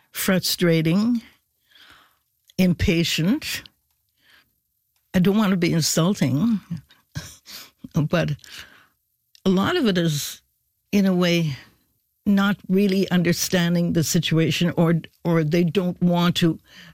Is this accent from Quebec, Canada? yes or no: no; Winnipeg, Manitoba, Canada; I'm Canadian first, and, you know, I'm of Jewish origin, but I'm Canadian first, and Canada and Manitoba and Winnipeg matter to me.